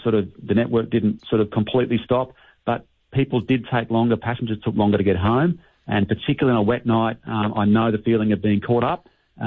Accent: Queensland, Australia; You know I'm a Queenslander, Mark.

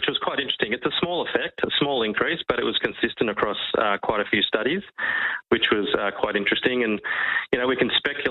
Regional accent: Melbourne, Victoria, Australia; I'm from Melbourne. I like daylight savings time.

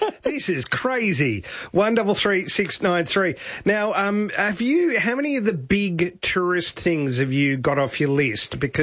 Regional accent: Mildura, Victoria, Australia; moved away; as a kid growing up in Mildura

